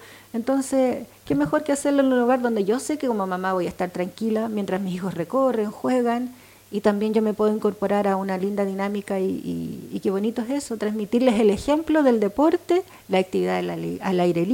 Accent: Chile; si nosotros como chilenos somos muy ingeniosos.

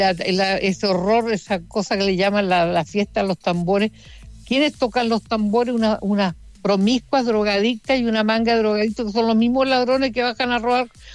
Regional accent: Puerto Montt, Los Lagos, Chile; born there; moved away; yo nací en Puerto Montt, lleno de ríos, el Maullín, el Petrohue, todos los afluentes, influentes de los ríos, y nosotros nunca nos inundamos

